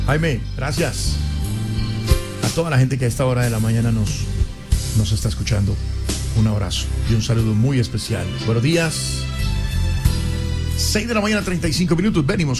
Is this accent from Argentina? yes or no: no; La Dorada, Caldas, Colombia; now in Villavicencio, Colombia; Medellín aparece mi tierra, La Dorada.